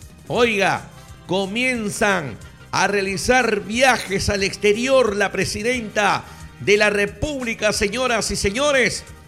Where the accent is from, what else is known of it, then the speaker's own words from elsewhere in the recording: Peru; nosotros como peruanos